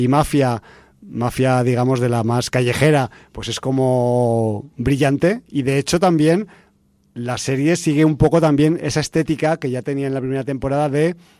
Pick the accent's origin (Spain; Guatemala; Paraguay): Spain; Aragon; yo no soy hijo de la Gran Bretaña, ni lo seré nunca, porque soy hijo de Aragón.